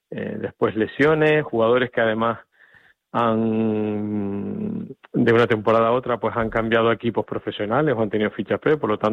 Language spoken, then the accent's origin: Spanish; Canary Islands, Spain; yo siempre he sido una persona muy orgullosa de mi tierra